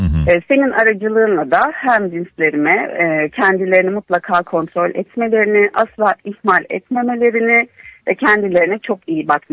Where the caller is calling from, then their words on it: Şanlıurfa, Turkey; Şanlıurfa'dan arıyorum